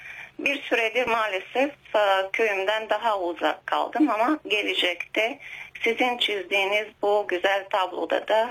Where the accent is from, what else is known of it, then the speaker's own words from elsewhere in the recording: Kardzhali, Kardzhali Province, Bulgaria; moved away as an adult; now in Turkey; Ben Kırcaali doğumluyum ama hayatımın ilk 7 yılını, okul öncesi yıllarımı oradaki telaffuzuyla Gırcalı'nın Garabaslı köyünde geçirdim. Bulgarca adı Kaluyan Sidri köyümün.